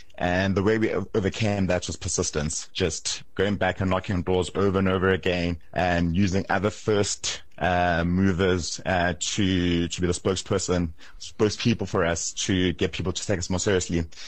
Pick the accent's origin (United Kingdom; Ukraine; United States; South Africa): South Africa; South Africa has some of the best natural produce, whether it's our fruits, our wines, our meats.